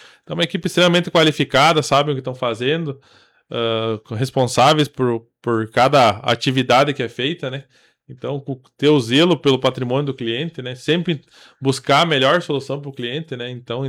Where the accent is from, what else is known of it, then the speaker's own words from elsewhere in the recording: Panambi, Rio Grande do Sul, Brazil; moved away; minha terra natal lá